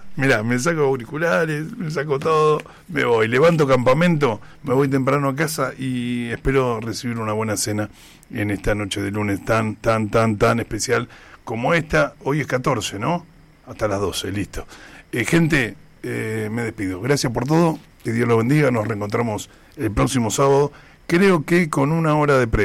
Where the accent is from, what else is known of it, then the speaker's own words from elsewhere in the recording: Argentina; Así somos los argentinos.